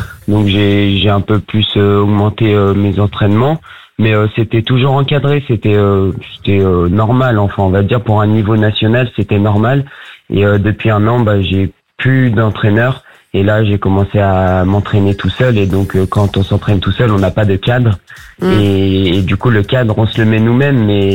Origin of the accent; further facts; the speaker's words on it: Lyon, Auvergne-Rhône-Alpes, France; Moi, je viens du côté de Lyon.